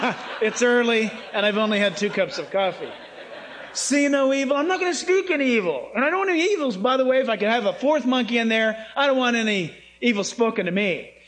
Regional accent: San Diego, California, United States; also born or lived in Orange County; growing up in San Diego and then in Orange County, I used to get so excited when it was time for my mom to go to the grocery store

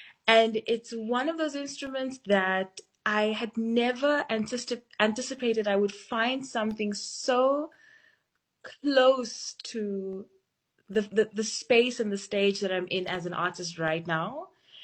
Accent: South Africa; being somebody of my age, being a South African.

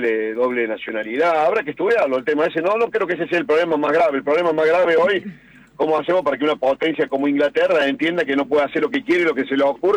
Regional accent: Argentina; somos los argentinos bastante...

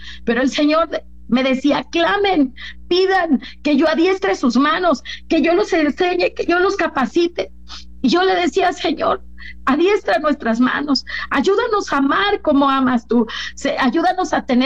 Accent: Mexico; al igual que toda nuestra nación mexicana

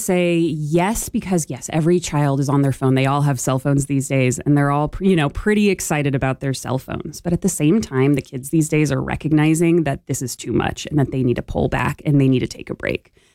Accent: Boise, Idaho, United States; I also grew up in Boise. I grew up in the Treasure Valley and I was fortunate enough to be running around the foothills all throughout my childhood.

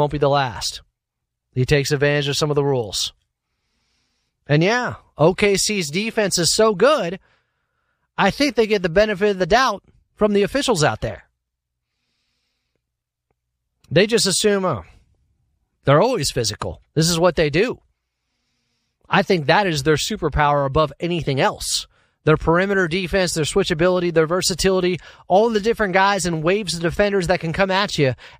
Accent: Sacramento, California, United States; Number one, as I mentioned, I'm from Sactown.

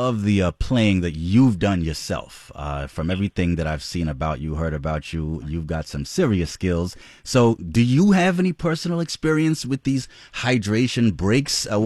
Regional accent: Montreal, Quebec, Canada; I'm happy to pay forward the kind of support I received while I was growing up in Montreal's Black community.

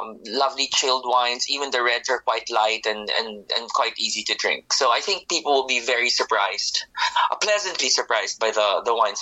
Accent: Philippines; moved away; I'm originally from the Philippines.

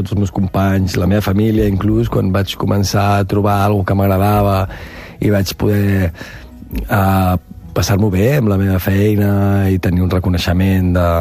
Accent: Verges, Catalonia, Spain; born or raised there; also born or lived in Rupià

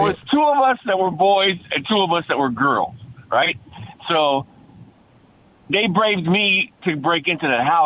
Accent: Chicago, Illinois, United States; moved away; I grew up in Chicago, in the south side of Chicago.

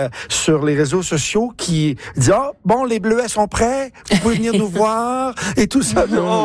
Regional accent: Quebec, Canada; moved away; dans mon coin de pays, le lac Saint-Jean

